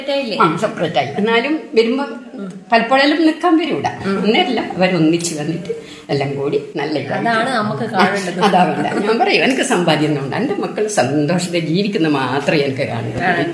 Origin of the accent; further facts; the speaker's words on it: Pariyaram, Kerala, India; എന്റെ നാട് പരിയാരത്ത, ഇവിടെ പരിയാരം പറയുന്ന നിങ്ങള് പാലോട്ട് വഴി